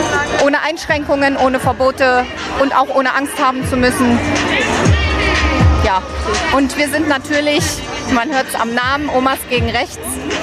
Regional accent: Spremberg, Brandenburg, Germany; Ich bin aus Spremberg gekommen, das ist in Südbrandenburg.

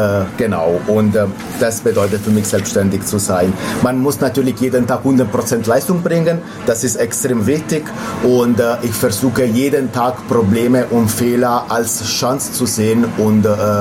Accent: Apulia, Italy; German is a second language; moved away; Und es ist meine Leidenschaft, also das habe ich im Blut. Ich komme selbst aus Italien, genau gesagt Apulien.

